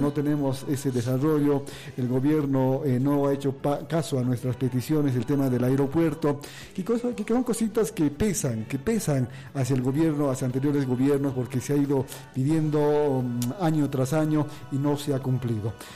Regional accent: Potosí, Bolivia; como bolivianos, como potosinos

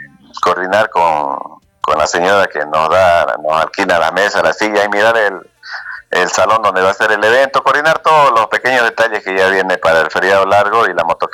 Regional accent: Pucará, Santa Cruz, Bolivia; moved away; desde aquí, desde mi pueblo, de Pucará.

